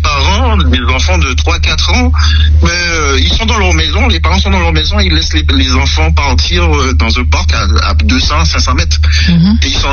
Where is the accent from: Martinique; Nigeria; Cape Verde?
Martinique; moved away as an adult; now in Quebec City, Canada; j'ai gardé mes habitudes de la Martinique.